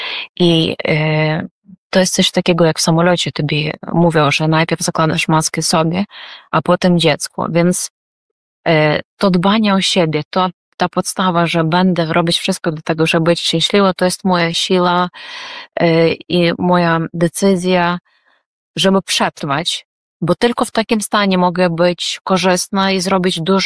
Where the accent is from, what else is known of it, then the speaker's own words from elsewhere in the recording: Ukraine; Polish is a second language; Jako Ukrainka, obywatelka, też plastunka, czyli harcerka, bo można powiedzieć po polsku